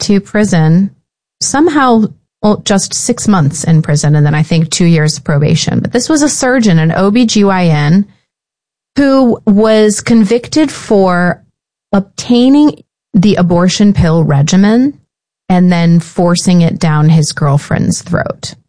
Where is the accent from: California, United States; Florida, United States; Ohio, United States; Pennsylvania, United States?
Ohio, United States; Before we break, though, I do want to ask if you've seen this news from my home state.